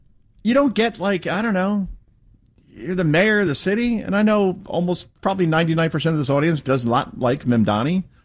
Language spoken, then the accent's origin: English; New Jersey, United States; I am from Jersey.